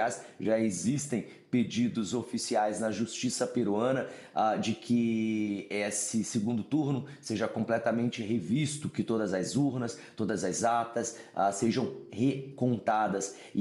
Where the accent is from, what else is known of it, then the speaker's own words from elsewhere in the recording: Brazil; now in United States; como nós brasileiros também fazemos bem